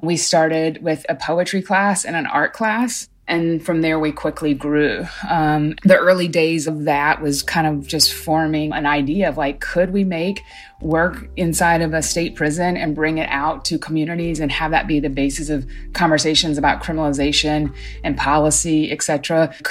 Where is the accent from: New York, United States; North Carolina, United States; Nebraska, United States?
North Carolina, United States; now in Chicago, United States; I'm not from Chicago. I grew up in North Carolina.